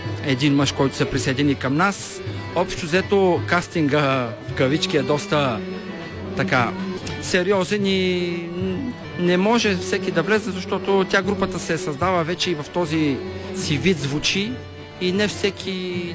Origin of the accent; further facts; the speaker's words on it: Velingrad, Pazardzhik Province, Bulgaria; Общо взето от родопския град сме Велинград